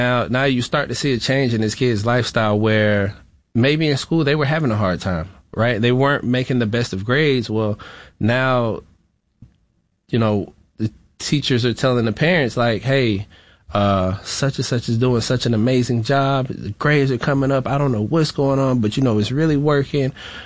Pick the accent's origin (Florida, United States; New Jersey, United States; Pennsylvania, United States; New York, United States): Florida, United States; it was 7 of us getting raised together. I was raised in Florida.